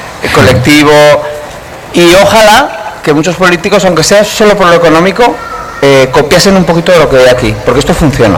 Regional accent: Pamplona, Navarre, Spain; Yo soy de Pamplona.

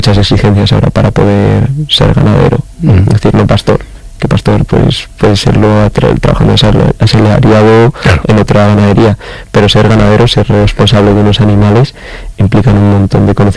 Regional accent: Cerceda, Galicia, Spain; yo viviendo en Cerceda vivía en mi pueblo, pero ya nací en el 2001

